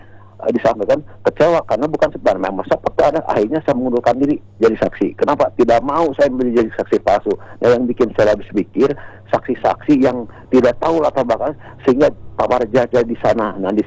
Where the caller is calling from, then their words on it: Garut, West Java, Indonesia; assalamualaikum Bapak atau Ibu narasumber, saya dari Garut nih.